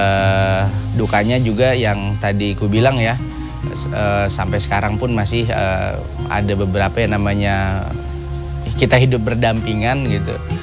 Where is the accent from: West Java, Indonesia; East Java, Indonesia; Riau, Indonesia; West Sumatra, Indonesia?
West Java, Indonesia; Bekasi; born there; kita sudah terlanjur lahir di Bantar Gebang